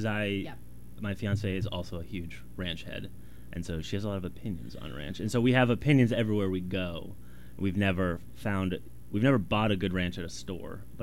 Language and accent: English; Beaverton, Oregon, United States; I say I'm from Portland, and then if people ask where in Portland, I say, oh, Beaverton